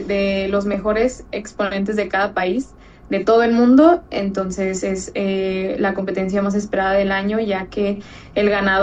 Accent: Mexico; nos ha ayudado mucho como mexicanos

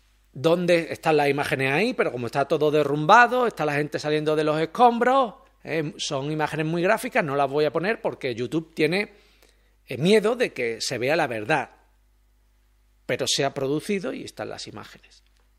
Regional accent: Spain; como decimos aquí en España.

